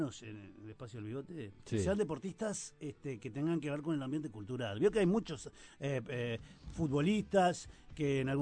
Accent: Uruguay; como uruguayo, aparte con la selección que tenemos

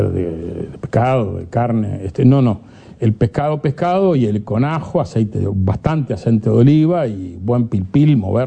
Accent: Uruguay; Nosotros somos orientales argentinos.

